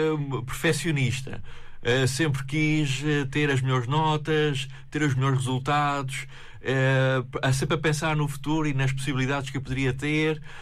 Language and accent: Portuguese; Santa Maria, Azores, Portugal; now in Lisbon, Portugal; sendo que Santa Maria é sempre a primeira, é sempre a minha terra, mas infelizmente pelas oportunidades que são escassas aqui nos Açores, tive que manter-me em Lisboa.